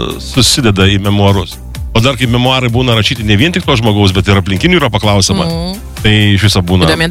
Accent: Panevėžys, Panevėžys County, Lithuania; Jūratė iš Plungės, aš iš Panevėžio. Jūratė tuo metu jau gyveno Klaipėdoje, aš buvau Panevėžy

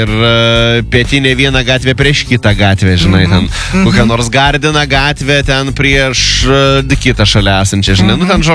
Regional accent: Šiauliai, Šiauliai County, Lithuania; now in Klaipėda, Lithuania; sakysiu, kad esu kilęs iš Šiaulių, žinai, bet esu dabar labiau klaipėdėtis negu šiaulietis.

